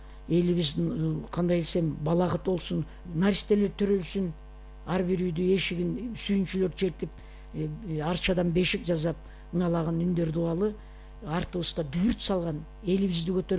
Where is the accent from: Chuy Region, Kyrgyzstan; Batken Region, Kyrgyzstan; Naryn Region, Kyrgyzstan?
Chuy Region, Kyrgyzstan; Kemin; Өзгөчө жаккан жери туулуп өскөн жерим го. Киндик кан тамган жерим, кеминим. Кеминде.